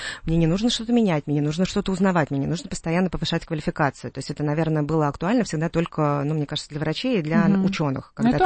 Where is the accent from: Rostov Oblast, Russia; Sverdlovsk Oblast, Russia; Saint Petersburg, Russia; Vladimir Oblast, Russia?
Saint Petersburg, Russia; Да, скажу, что я из Питера.